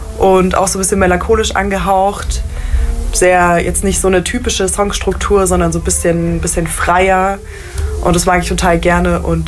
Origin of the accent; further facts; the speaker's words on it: Munich, Bavaria, Germany; Ich komme aus München.